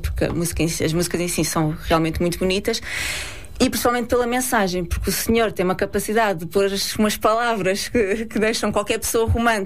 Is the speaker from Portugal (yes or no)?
yes; Lisbon, Portugal; also born or lived in Setúbal; eu nasci em Lisboa, foi maioritariamente sempre na linha de Sintra, mais propriamente em Martins.